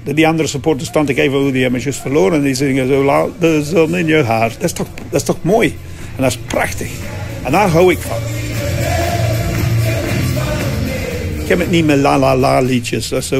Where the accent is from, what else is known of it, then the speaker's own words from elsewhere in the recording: England, United Kingdom; Dutch is a second language; Bijvoorbeeld, Engelsen zeggen, ik ben Engelsen, maar mijn familie komen uit Wales.